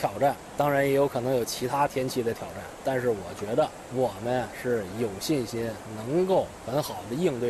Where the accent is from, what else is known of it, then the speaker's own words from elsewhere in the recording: Pinggu, Beijing, China; 作为一个土生土长40年的平谷人，家乡的山家乡的水那都是我们赖以生存的环境，更是我们心里边对家乡的一份眷恋。